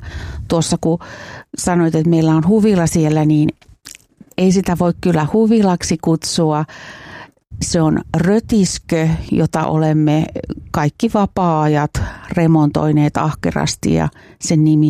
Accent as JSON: {"language": "Finnish", "town": "Pornainen", "region": "Uusimaa", "country": "Finland", "said": "koska mä olen kuitenkin kesälaukkoskilainen."}